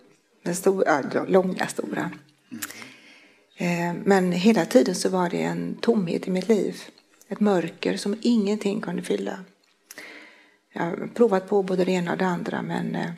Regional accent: Vallda, Halland County, Sweden; Jag är uppvuxen i Valda som ligger utanför Göteborg. 2 mil söder om Göteborg.

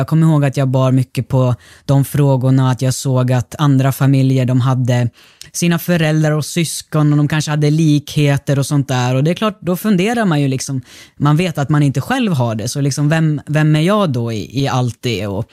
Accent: Russia; now in Sweden

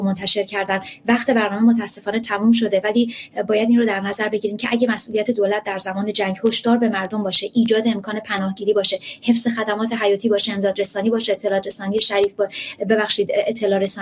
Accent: Iran; ما همه ماها به یادمون هست ماهایی که در ایران سال‌ها رو بزرگ شدیم ما در زیرزمین خونه‌های خودمون که انقدر امن نبود در واقع پناه می‌گرفتیم

